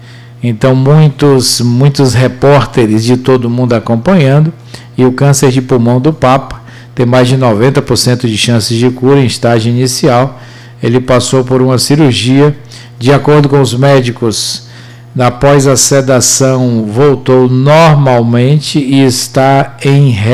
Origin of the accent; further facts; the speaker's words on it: Maragogipe, Bahia, Brazil; now in Cachoeira, Brazil; o jogo foi em Maragogipe, na minha terrinha